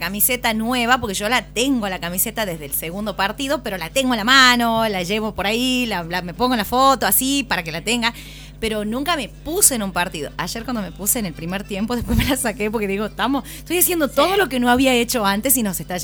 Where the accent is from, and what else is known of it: Tucumán, Argentina